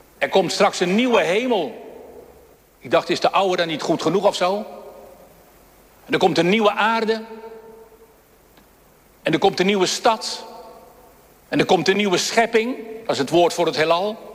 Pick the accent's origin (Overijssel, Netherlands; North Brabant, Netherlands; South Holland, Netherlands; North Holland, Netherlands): South Holland, Netherlands; Dirksland; ik ben in Dirksland opgegroeid en geboren ook trouwens. En belijdenis gedaan in de vormde kerk bij dominee van der Linden.